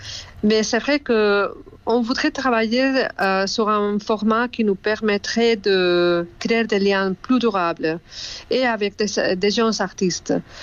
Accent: Spain; now in Brussels, Belgium; parce que je suis espagnole. Et donc, ça fait 5 ans que je suis à Bruxelles.

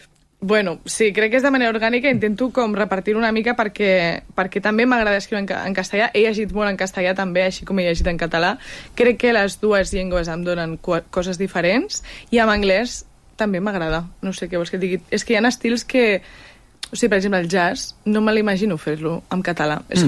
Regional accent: Begues, Catalonia, Spain; No, és que està com just al costat del Garraf.

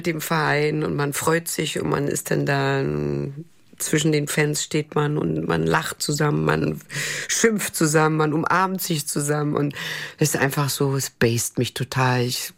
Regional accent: Berlin, Germany; es ist meine Heimat, Friedrichshagen-Köpenick, da bin ich groß geworden, meine ganze Familie lebt da noch

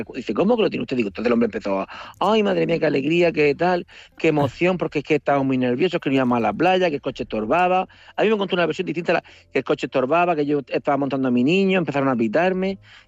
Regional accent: Region of Murcia, Spain; digo, mire … soy de Murcia y tal.

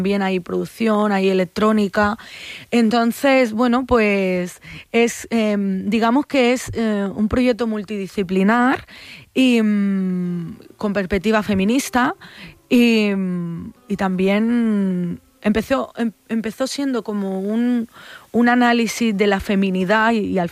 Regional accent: Barcelona, Catalonia, Spain; Yo soy de Barcelona

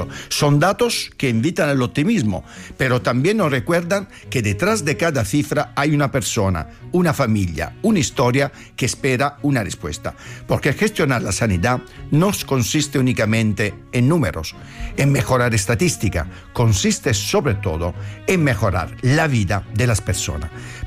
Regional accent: Italy; now in Spain

